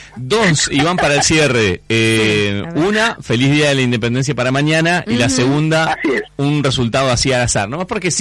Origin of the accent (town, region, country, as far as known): Argentina